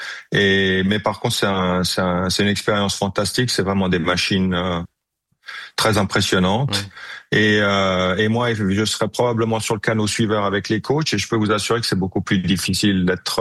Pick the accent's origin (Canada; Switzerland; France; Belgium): Switzerland